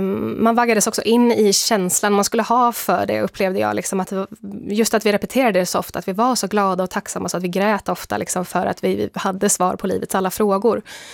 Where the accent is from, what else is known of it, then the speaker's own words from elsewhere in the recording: Sweden; jag var mormon för jag var svensk